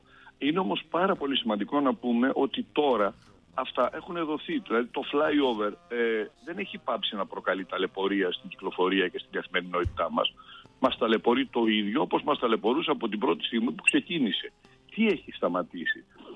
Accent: Thessaloniki, Central Macedonia, Greece; το λέω πάνω απ' όλα ως Βορειοελλαδίτης, ως Θεσσαλονικιός

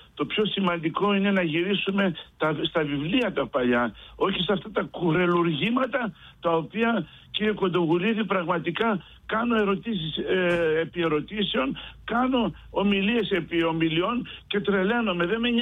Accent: Greece; εμείς οι Έλληνες

